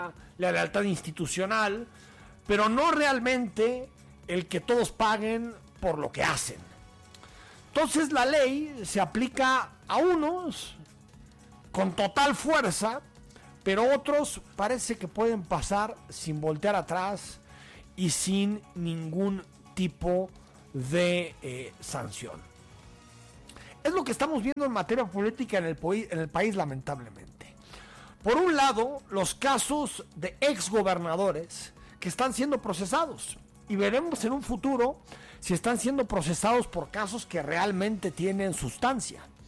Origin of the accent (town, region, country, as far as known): Mexico